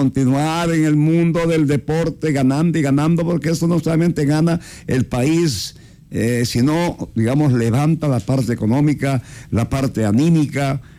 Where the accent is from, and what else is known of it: Ecuador